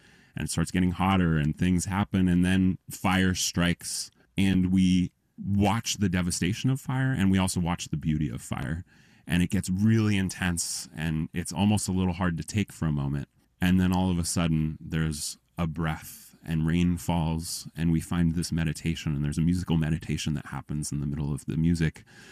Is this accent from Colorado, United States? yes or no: yes; Colorado, United States; growing up in Colorado